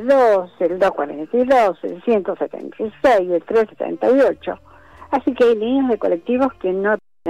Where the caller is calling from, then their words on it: Ramos Mejía, Buenos Aires Province, Argentina; yo soy de acá, de Ramos Mejía